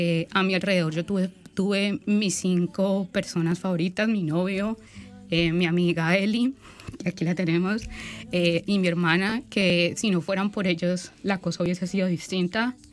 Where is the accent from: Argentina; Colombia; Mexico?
Colombia; now in Australia; yo soy colombiana